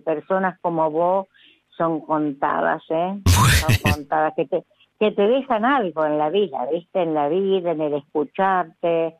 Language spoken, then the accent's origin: Spanish; Villa Mercedes, San Luis, Argentina; Sí, Mercedes San Luis.